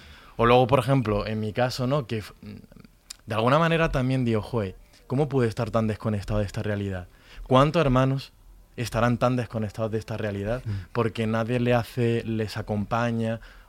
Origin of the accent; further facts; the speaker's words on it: Andalusia, Spain; yo que soy de Andalucía y que pertenecía a la Asociación 22Q de Andalucía, no había mucho, hay muy poco.